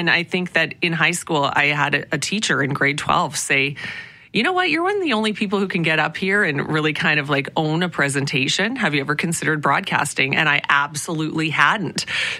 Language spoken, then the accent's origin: English; Prince Albert, Saskatchewan, Canada; But yeah, growing up in Prince Albert, Saskatchewan, and then high school was really where it was a pivotal moment that pointed me in the direction of broadcasting because of a teacher.